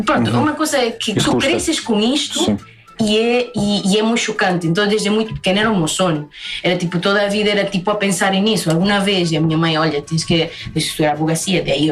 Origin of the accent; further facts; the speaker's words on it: Pucallpa, Ucayali, Peru; Portuguese is a second language; E, por acaso, de onde eu sou, que é Pucallpa, é o rio Ucayali.